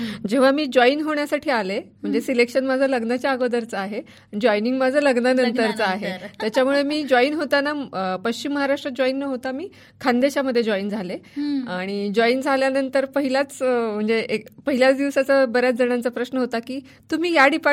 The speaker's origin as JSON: {"language": "Marathi", "town": "Barshi", "region": "Maharashtra", "country": "India", "tie": "born or raised there", "also_born_or_lived": "Kolhapur / Rahuri", "moved": "as an adult", "lives_now": "Jalgaon district, India", "said": "माझं बालपण म्हणजे माझं माहेर आहे बार्शी सोलापूर जिल्ह्यात"}